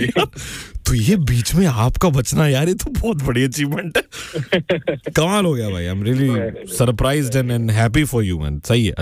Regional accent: Delhi, India; भाई दिल्ली से।

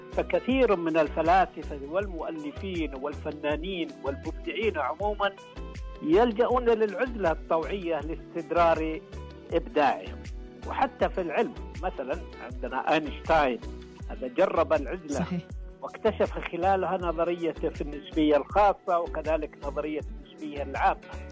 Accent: Marat, Riyadh Province, Saudi Arabia; born there; لمدة 7 سنوات في مزرعة في مسقط رأسي بمحافظة مرات، وما زلت.

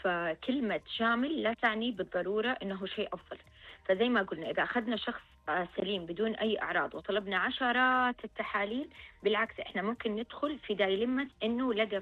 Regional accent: Saudi Arabia; عندنا في المملكة العربية السعودية

